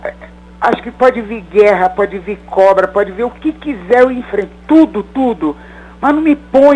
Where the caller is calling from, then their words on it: São Paulo, Brazil; Eu falo de São Paulo.